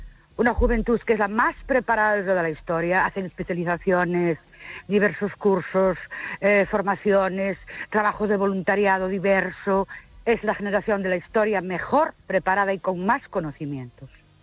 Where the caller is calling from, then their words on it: Ourense, Galicia, Spain; Buenas noches … de Ourense.